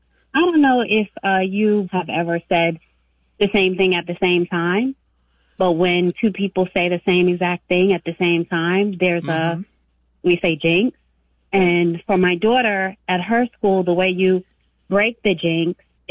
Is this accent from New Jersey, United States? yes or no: no; New York, United States; And I grew up in Long Island, so.